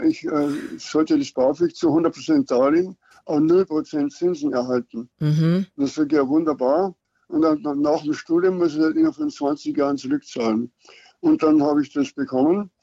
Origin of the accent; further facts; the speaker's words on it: Bavaria, Germany; als ich als Niederbayer